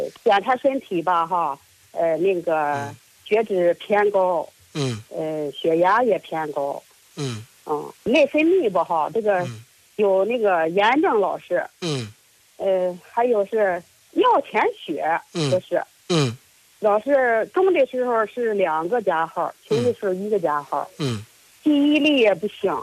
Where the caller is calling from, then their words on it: Baoding, Hebei, China; 我是保定的，河北保定。